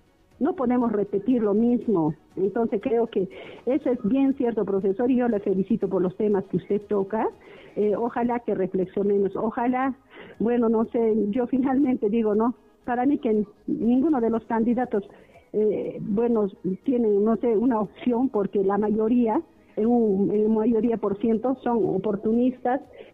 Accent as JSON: {"language": "Spanish", "town": "Tambobamba", "region": "Apurímac", "country": "Peru", "said": "mientras sea cotabambina, esté en Tambobamba, en mi tierra, en Cotabamba"}